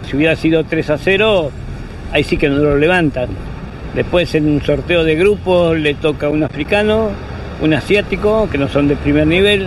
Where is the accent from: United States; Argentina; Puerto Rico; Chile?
Argentina; Como argentino me da vergüenza.